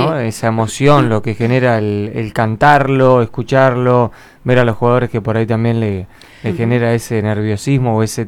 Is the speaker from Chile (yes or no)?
no; Argentina; nos une de alguna manera como argentinos